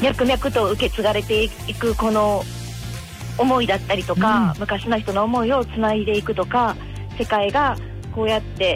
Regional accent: Akashi, Hyogo, Japan; moved away as an adult; 生まれ育った明石なので

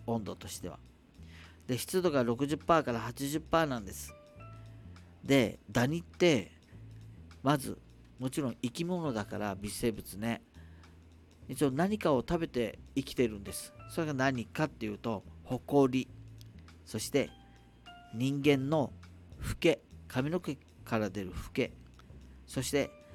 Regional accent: Nago, Okinawa, Japan; moved away as an adult; also born or lived in Tokyo; 僕生まれも育ちも名護中ね、名護生まれ名護育ちの、もう名護 で生まれ育ってね、こう体が全部名護魂になってるものですが、高校卒業して東京行って関東で生活した時に

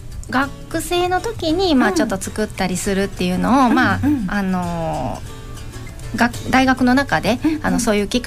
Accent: Tokushima, Japan; 徳島です。

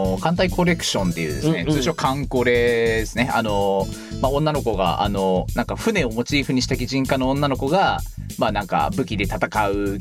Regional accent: Shizuoka, Japan; born there; now in Tokyo, Japan; 僕の地元

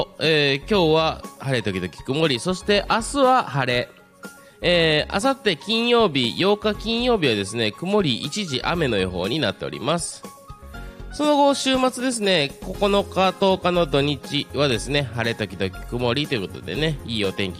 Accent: Kyoto, Japan; 僕も昔はですね、生まれも育ちもずっと京都市だったんですけども、父の実家がですね、舞鶴の方にありまして、

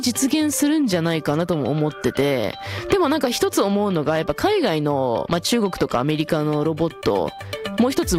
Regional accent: Fukuoka, Japan; born there; 私福岡生まれなんですけど、ずっと海と山で育って、

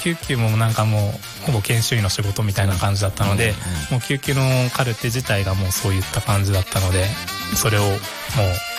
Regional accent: Chigasaki, Kanagawa, Japan; moved away as an adult; also born or lived in Szeged, Hungary / Uji, Kyoto; now in Iwaki, Japan; 私31歳で、出身地がですね神奈川県の茅ヶ崎市で、出身大学はあのハンガリーのセゲド大学っていうところの出身です。

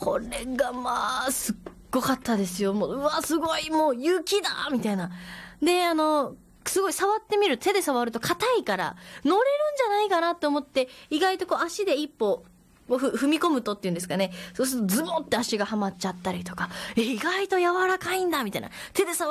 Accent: Kyushu, Japan; moved away as an adult; now in Saitama, Japan; 私九州生まれ、九州育ち、出てきてって言い方も変だけど、歌を、したくて埼玉県に上京したんですけど

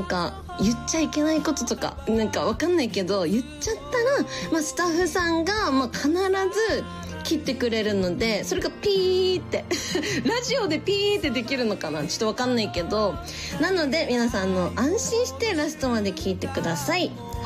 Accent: Miyazaki, Japan; 今月も私の大好きな地元宮崎県の魅力をポップに楽しくお送りいたします。

